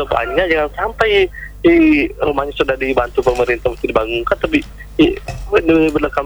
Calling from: South Sulawesi, Indonesia; di daerah saya sendiri di Lepari

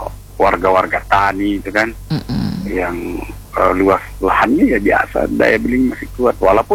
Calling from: Lembang, West Java, Indonesia

